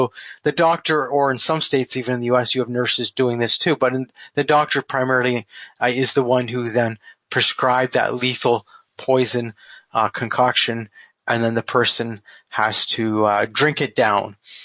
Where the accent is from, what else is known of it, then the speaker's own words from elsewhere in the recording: Canada; Well, I'm a Canadian.